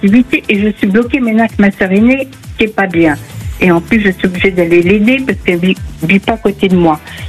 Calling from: Île-de-France, France; De la région parisienne.

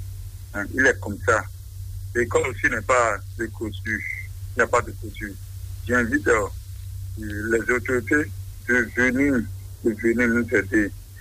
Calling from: Porto-Novo, Ouémé, Benin; J'appelle de Port-Nouveau.

